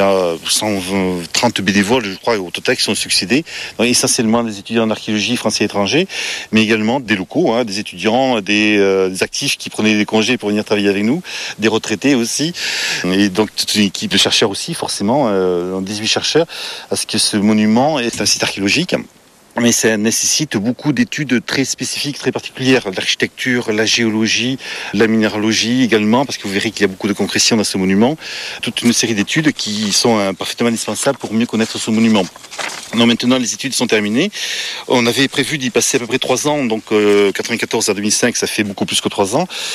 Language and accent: French; Occitanie, France; born there